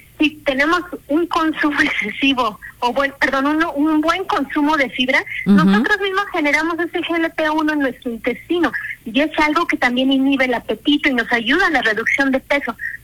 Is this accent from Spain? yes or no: no; Mexico; representa nuestra identidad como mexicanos.